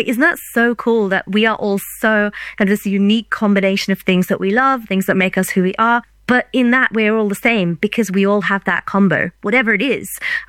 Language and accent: English; England, United Kingdom; born there; I was born in England, but we're very much rooted to India. We're very proud of our heritage, but both places are home